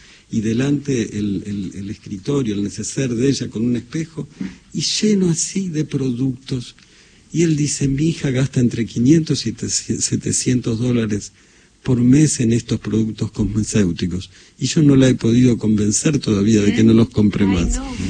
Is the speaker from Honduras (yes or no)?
no; Argentina; yo soy re argentino y digo, bueno, este país ha recibido históricamente.